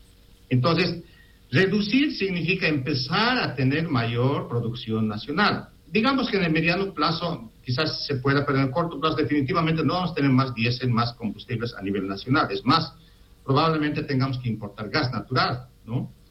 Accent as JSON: {"language": "Spanish", "country": "Bolivia", "said": "porque somos bolivianos"}